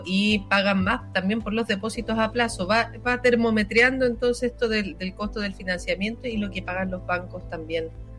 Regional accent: Chile; a nosotros como chilenos

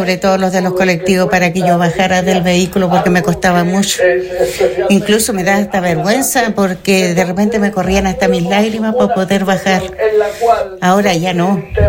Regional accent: Combarbalá, Coquimbo, Chile; Yo soy de acá de Combarbalá.

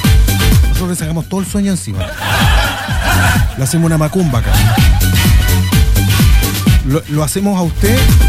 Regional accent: Magallanes and Chilean Antarctica, Chile; Siendo magallánico, yo haría lo mismo.

